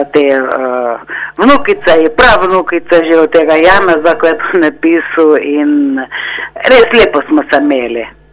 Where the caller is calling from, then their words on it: Butoraj, Southeast Slovenia, Slovenia; smo prijatelji iz Butoraja.